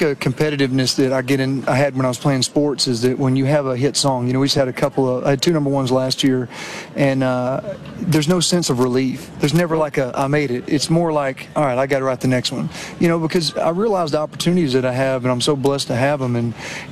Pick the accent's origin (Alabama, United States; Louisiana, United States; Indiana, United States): Alabama, United States; I couldn't be more proud of where I'm from and the state of Alabama.